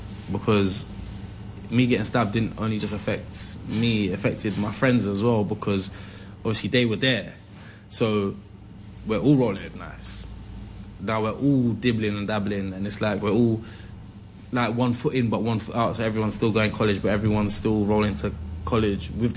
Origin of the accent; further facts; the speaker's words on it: London, United Kingdom; to see how privileged you are to have been growing up in London.